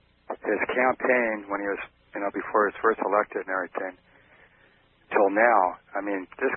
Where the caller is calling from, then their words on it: San Diego, California, United States; from San Diego.